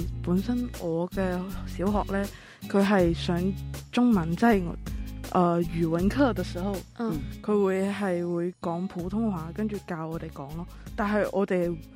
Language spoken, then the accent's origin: Cantonese; Hong Kong; 我因為作為香港人、然後跟我接觸的內地人都會比較多